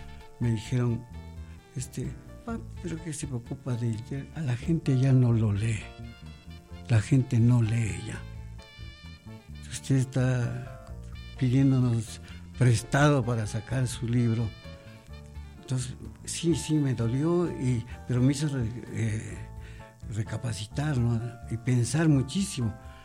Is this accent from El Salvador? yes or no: no; Quito, Pichincha, Ecuador; nací y viví en San Marcos.